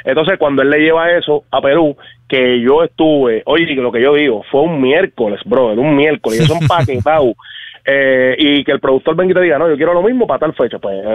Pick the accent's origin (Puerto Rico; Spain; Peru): Puerto Rico; que siendo boricua uno, que emociona uno